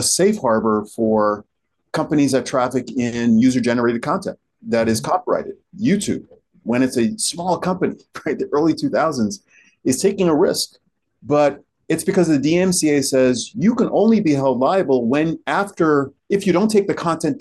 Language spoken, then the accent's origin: English; New York City, New York, United States; I grew up in New York City. My parents are Haitian immigrants. I learned to become a New Yorker and an American by way of the subway, through public parks, through the radio.